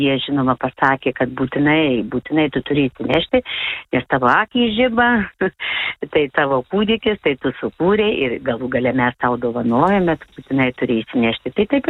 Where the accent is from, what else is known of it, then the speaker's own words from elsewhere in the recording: Suvalkija, Lithuania; now in Pagėgiai, Lithuania; aš esu suvalkietė.